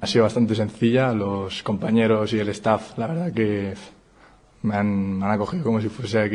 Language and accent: Spanish; Madrid, Community of Madrid, Spain; Yo que vengo de Madrid, que es así muy, está sobrepoblado eso